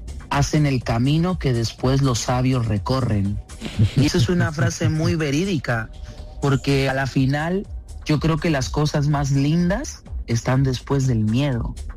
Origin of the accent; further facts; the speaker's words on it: Mexico; O sea, yo nunca me he presentado en México, en mi tierra.